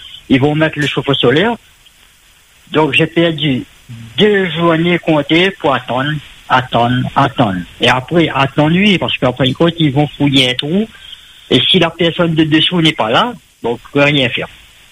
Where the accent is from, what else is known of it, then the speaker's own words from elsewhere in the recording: Réunion, France; Nous, en tant que Français, en tant que Réunionnais, moi je vote.